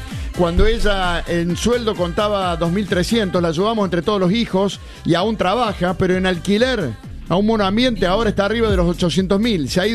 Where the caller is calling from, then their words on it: Catamarca, Argentina; Tengo 66 años jubilado, yo alquilo. … de Catamarca.